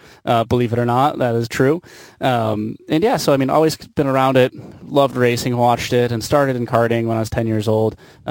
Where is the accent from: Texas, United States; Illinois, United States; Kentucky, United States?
Illinois, United States; Winnetka; I'm from Winnetka, Illinois, and my family, we started in the car business.